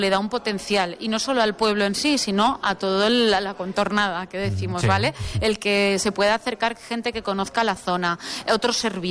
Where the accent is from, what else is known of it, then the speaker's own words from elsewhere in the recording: Bueña, Aragon, Spain; está cerquita a mi pueblo, Bueña